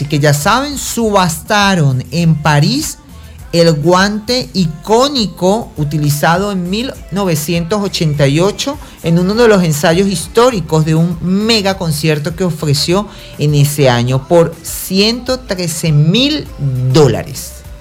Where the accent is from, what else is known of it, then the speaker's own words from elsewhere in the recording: Venezuela; todos somos venezolanos